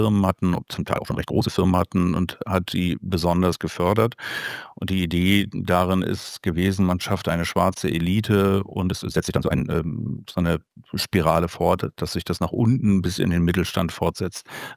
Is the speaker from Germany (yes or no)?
yes; East Germany, Germany; als Ostdeutscher